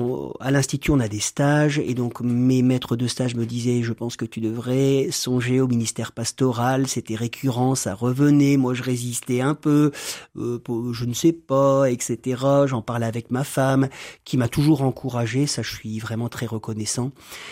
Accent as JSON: {"language": "French", "town": "Roubaix", "region": "Hauts-de-France", "country": "France", "tie": "born there", "said": "Je suis né à Roubaix."}